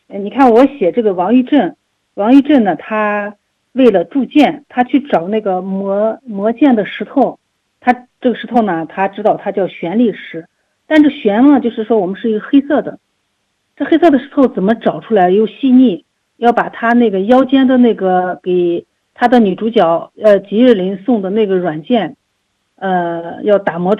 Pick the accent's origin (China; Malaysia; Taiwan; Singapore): China; Ürümqi, Xinjiang; 我是在咱们新疆北疆长大的，是在乌鲁木齐长大的。